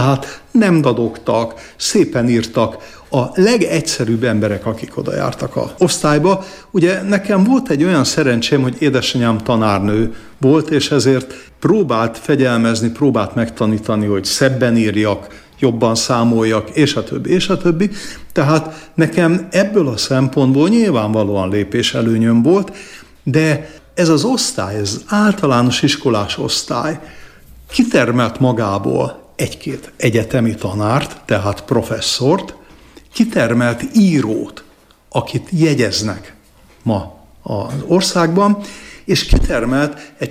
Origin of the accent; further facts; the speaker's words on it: Budapest, Hungary; Csalóközből, Erdélyből és Rákospalotáról származom, és én egész életemben Újpesten éltem.